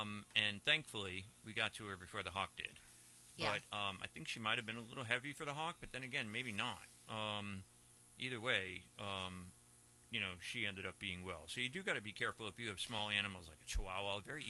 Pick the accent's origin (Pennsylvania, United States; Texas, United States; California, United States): Pennsylvania, United States; like when I grew up in Pennsylvania, way back when I grew up into a hunting family